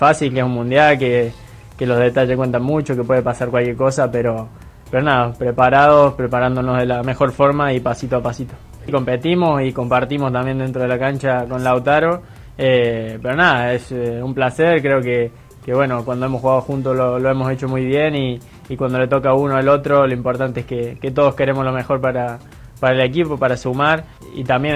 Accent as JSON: {"language": "Spanish", "country": "Argentina", "said": "Como argentino siempre la ilusión está y siempre pensamos en ser campeones"}